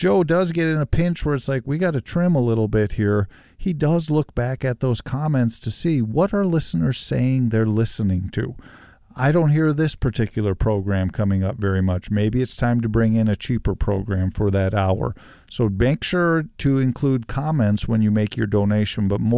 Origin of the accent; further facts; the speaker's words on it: England, United Kingdom; I'm an English guy